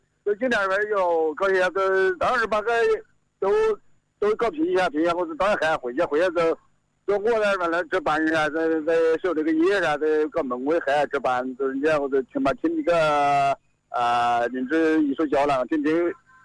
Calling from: Wuhan, Hubei, China; 武汉南的。

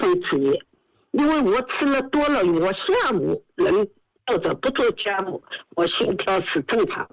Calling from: Shanghai, China; 后来我是上海人，

